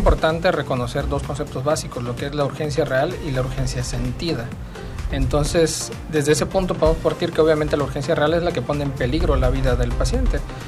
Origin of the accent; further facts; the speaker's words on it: Mexico; Como mexicanos, digo, me incluyo yo también